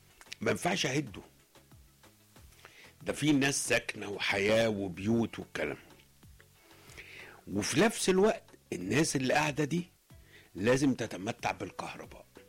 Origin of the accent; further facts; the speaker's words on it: Egypt; عندنا في مصر